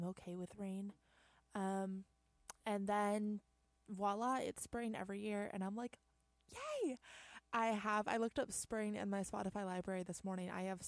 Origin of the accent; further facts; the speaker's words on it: Maine, United States; also born or lived in Tennessee; I'm from Maine. I spent a lot of time in Tennessee though.